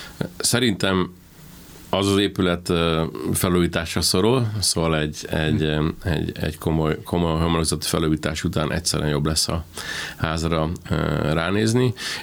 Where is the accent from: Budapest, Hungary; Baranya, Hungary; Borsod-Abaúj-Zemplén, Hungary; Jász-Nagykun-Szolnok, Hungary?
Baranya, Hungary; Pécs; én is pécsi vagyok